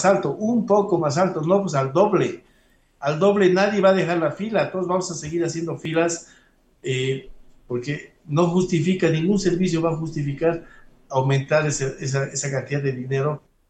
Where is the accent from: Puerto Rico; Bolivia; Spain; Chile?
Bolivia; nosotros como bolivianos